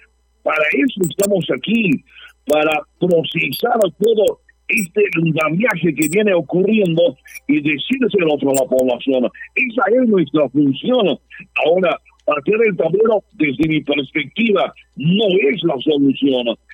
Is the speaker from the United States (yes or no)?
no; Peru; soy peruano.